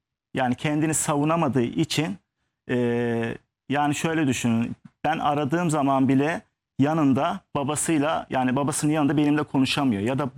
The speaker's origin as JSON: {"language": "Turkish", "region": "Zonguldak", "country": "Turkey", "said": "Ben Zonguldaklıyım diye kendileri Hakkari'li."}